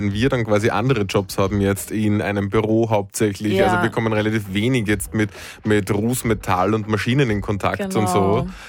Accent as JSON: {"language": "German", "region": "Upper Austria", "country": "Austria", "said": "Und ich muss sagen, da kann ich ja sehr relaten, weil da, wo ich herkomme, ist auch die Fabrik so ganz ein wichtiger Arbeitgeber. Also viele Verwandte haben schon mal gearbeitet. Kunststofffabrik, vor allem in Oberösterreich, sehr, sehr groß, die Industrie."}